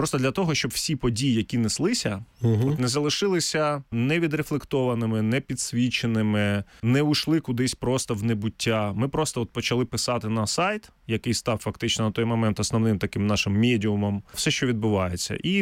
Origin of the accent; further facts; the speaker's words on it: Luhansk, Luhansk Oblast, Ukraine; moved away as an adult; Абсолютно. Ми з Луганська. Я сам з Луганська. Більша частина нашого колективу теж з Луганська.